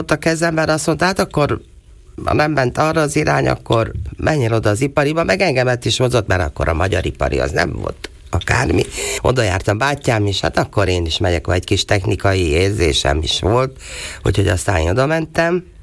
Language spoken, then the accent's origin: Hungarian; Veľké Kapušany, Košice Region, Slovakia; Hát én Nagykaposon születtem, oda jártam alapiskolába, és mikor ott befejeztem az alapiskolát, elmentem Kassára